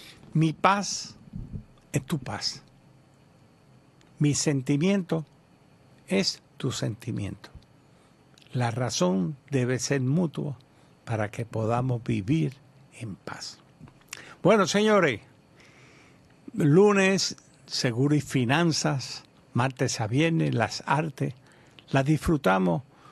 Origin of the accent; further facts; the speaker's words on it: Trujillo Alto, Puerto Rico; yo soy del barrio de Pocas de Trujillo Alto.